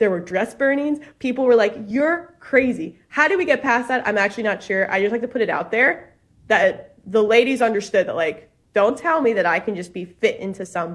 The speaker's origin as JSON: {"language": "English", "town": "New Orleans", "region": "Louisiana", "country": "United States", "tie": "born or raised there", "said": "I'm originally from New Orleans, and so born and raised in the South, a great time. Grew up cradle Catholic"}